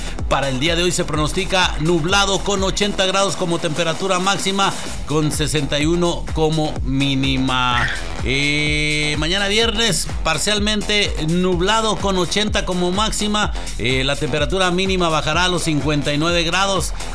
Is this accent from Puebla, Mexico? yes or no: no; Monterrey, Nuevo León, Mexico; Ya sabes que soy de Monterrey.